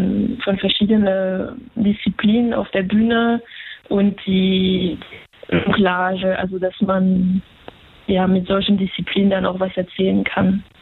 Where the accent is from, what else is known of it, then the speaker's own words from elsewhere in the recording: France; German is a second language; now in Germany; Ich komme ja aus Frankreich und der zeitgenössische Zirkus ist ja dort schon seit 70er Jahre viel verbreiter